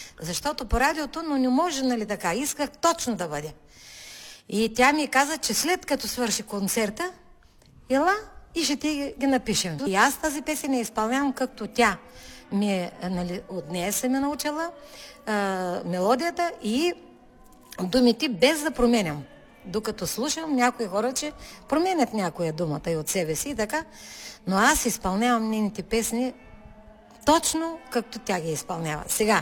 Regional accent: Chantulovo, Sliven Province, Bulgaria; Аз съм от него край. Бати Йовчо от Селиминово, аз съм от Чантулово. На 5 км ни е разликата от селата.

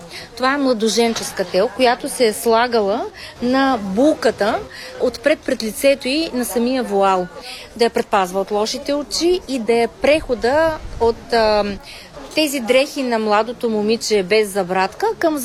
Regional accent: Dobruja, Bulgaria; защото за нас е важно и като доброджанци, и като българи да пазим християнските традиции.

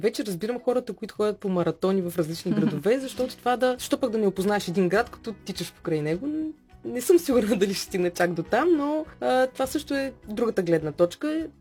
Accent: Stara Zagora, Stara Zagora Province, Bulgaria; moved away; аз съм от Стара Загора

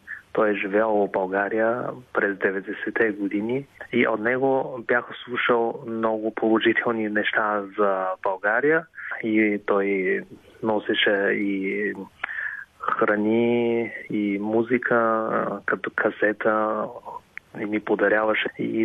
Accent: Beijing, China; Bulgarian is a second language; now in Bulgaria; Аз лично съм роден в Пекин и съм израснал в Пекин, който е един космополитен град.

